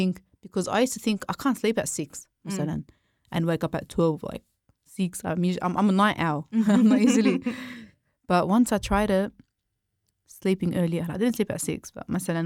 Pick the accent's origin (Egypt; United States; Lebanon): Lebanon; I'm in Lebanon. And yeah, I'm Lebanese. I'm from Lebanon. I have uncles that are like 2 hours away.